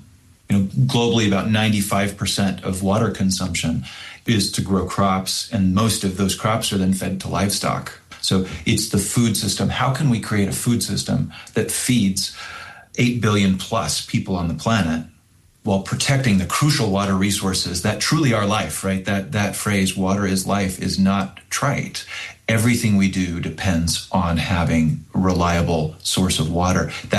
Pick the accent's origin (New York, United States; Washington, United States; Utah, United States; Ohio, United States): Utah, United States; Orem; Yeah, I grew up in Orem, Utah, just in Utah Valley, about half hour away from Great Salt Lake.